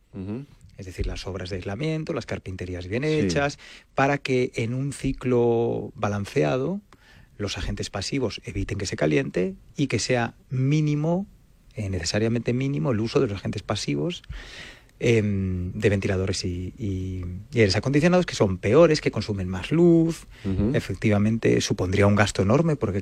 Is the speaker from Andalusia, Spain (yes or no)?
no; Galicia, Spain